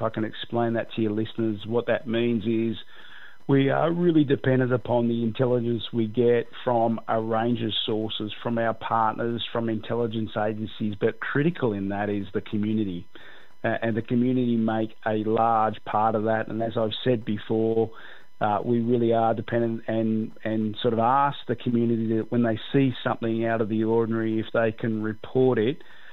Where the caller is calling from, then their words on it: Canberra, Australian Capital Territory, Australia; as I said at the outset, I'm calling from Canberra. It's not a great sort of weather out here.